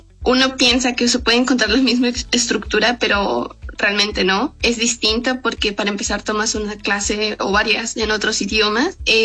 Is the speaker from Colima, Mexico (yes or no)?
no; Pachuca, Hidalgo, Mexico; moved away as an adult; now in Münster, Germany; Es una ciudad muy bonita que de vez en cuando me da vibras de Pachuca, de mi bella, muy bella, bella Erosa